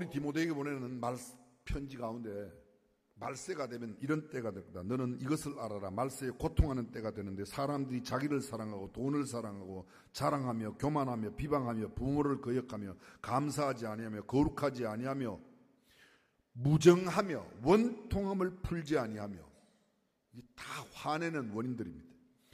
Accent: South Korea; 저도 한국 사람이지만요.

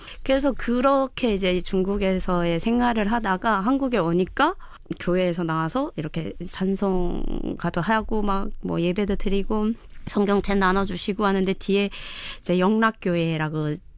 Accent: North Korea; now in Gyeonggi Province, South Korea; 내 고향은 떠났고 내 부모 형제하고는 헤어졌지만 그 한반도의 반쪽에 난 항상 있다라는 그 마음 하나로 하나됨을 계속 느끼고 삽니다.

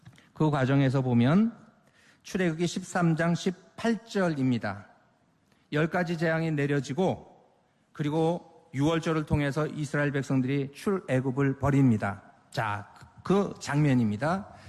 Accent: South Korea

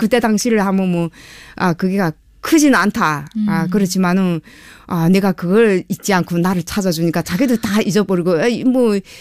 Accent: North Korea; now in South Korea; 거기서 아 저도 아 우리도 같은 탈북자이고 같은 이방민인데

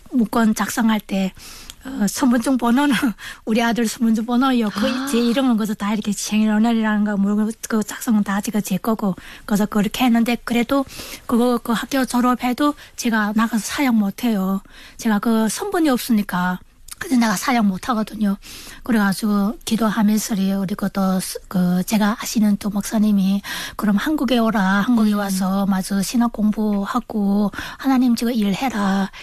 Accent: North Hamgyong, North Korea; moved away as an adult; now in South Korea; 남한 정착한 지 2개월 된 함경북도에서 온

